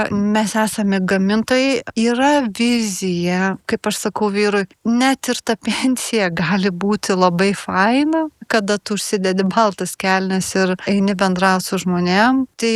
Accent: Samogitia, Lithuania; accent: Samogitian; now in Zarasai, Lithuania; Aš pati esu Žemaitijos

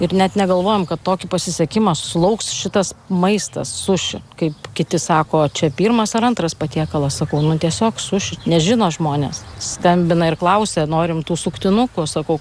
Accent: Kaunas, Kaunas County, Lithuania; Šiaip esu pati kaunietė, vyras kilęs iš čia, iš Josvainių

